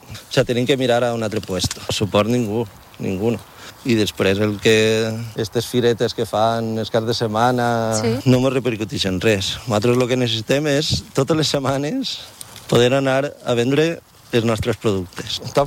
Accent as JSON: {"language": "Catalan", "town": "Oliva", "region": "Valencian Community", "country": "Spain", "said": "Nosaltres ara som d'Oliva i tenim les terres així."}